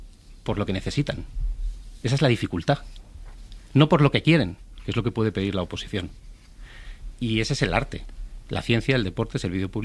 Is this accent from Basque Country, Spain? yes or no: yes; San Sebastián, Basque Country, Spain; Tú y yo somos de Donosti, pero llevamos ya muchísimos